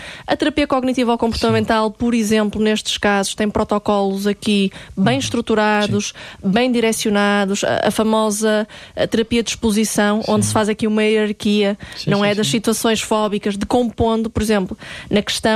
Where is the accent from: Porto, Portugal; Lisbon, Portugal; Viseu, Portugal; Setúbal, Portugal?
Porto, Portugal; que nós somos aqui do Norte, na Boa Vista